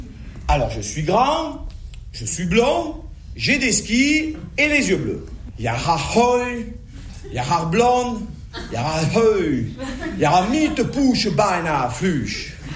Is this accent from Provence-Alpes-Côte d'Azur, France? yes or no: yes; Marseille, Provence-Alpes-Côte d'Azur, France; born there; Bon, je suis né à Marseille, qu'est-ce que vous voulez que j'y fasse? C'est pas de ma faute, non?